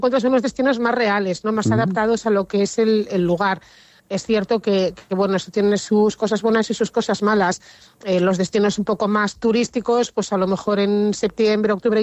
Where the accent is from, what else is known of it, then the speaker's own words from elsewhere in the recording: Asturias, Spain; no puedo evitar decirlo como asturiana